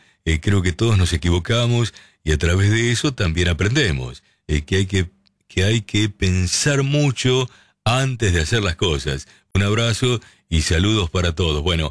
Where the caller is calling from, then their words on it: Buenos Aires, Argentina; Un abrazo enorme … de Cabrera y Anchorena.